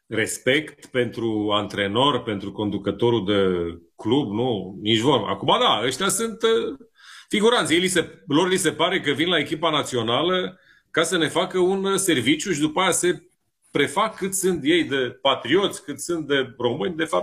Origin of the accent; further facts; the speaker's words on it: Romania; Știți, eu sunt român, nu sunt italian. Vorbesc bine italian, dar sunt român.